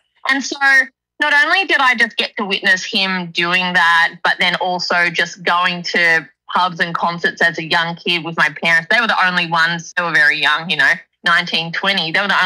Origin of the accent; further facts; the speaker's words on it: Diamond Creek, Victoria, Australia; I grew up in Diamond Creek, which is kind of borderline the burbs to almost country. I went to school in St. Helena, so near Alfred.